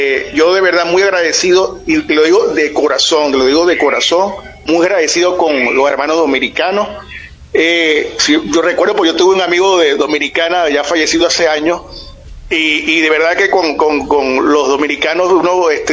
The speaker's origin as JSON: {"language": "Spanish", "country": "Venezuela", "said": "nosotros somos los venezolanos clase aparte"}